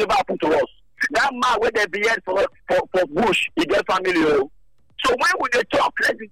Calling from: Nigeria

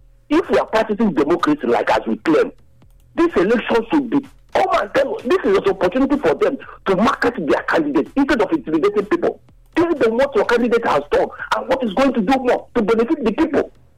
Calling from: Benin City, Edo, Nigeria; I'm calling from Benin.

